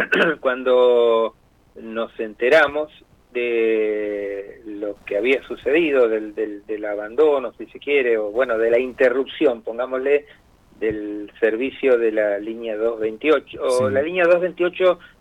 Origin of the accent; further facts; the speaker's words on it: Santa Fe, Argentina; Soy de la ciudad de Santa Fe.